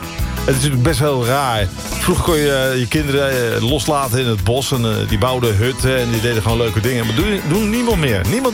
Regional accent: Gelderland, Netherlands; Die allemaal aan het genieten waren van bij ons op de Veluwe.

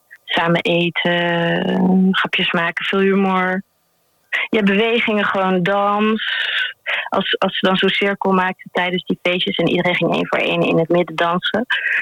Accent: Netherlands; born there; waar ik ben opgegroeid. Waar ik mijn schoolonderwijs heb gehad. Waar ik mijn clubjes heb gedaan. Dus gewoon mijn hele leven heeft zich afgespeeld in een koud... Van nou, koud. Het is natuurlijk, we hebben wel zomer, maar gewoon een fris landje.

